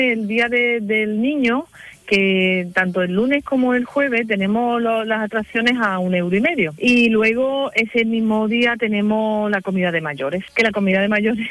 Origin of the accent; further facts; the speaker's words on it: Tarifa, Andalusia, Spain; para los tarifeños sí que es un día muy importante